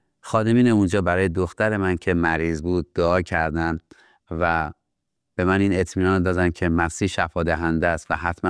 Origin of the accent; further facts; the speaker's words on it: Iran; born there; بله، من متولد ایران هستم.